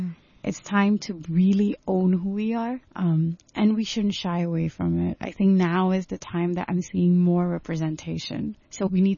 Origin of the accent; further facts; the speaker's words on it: Hong Kong; growing up in Hong Kong myself, I've had feelings of loneliness where I don't feel understood. I speak Cantonese. I speak Punjabi as well. I'm from Punjab. I'm third generation in Hong Kong, so I can't say I'm from Punjab. But I'm very proud to say I'm Punjabi.